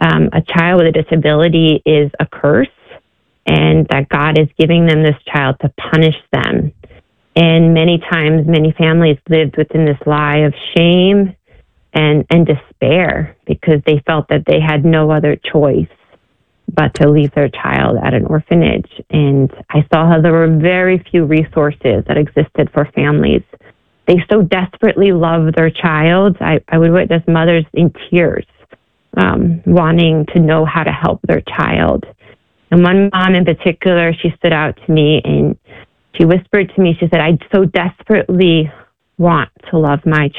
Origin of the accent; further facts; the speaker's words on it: United States; as an American coming